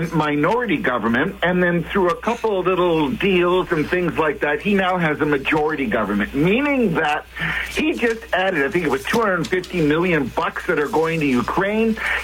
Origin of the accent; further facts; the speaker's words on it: Canada; But, you know, as a Canadian, we look at some of the stuff that's happening from a worldview of you guys.